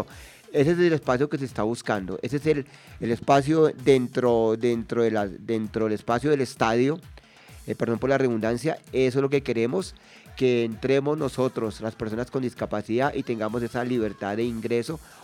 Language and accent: Spanish; Colombia; nuestro país como sede organizadora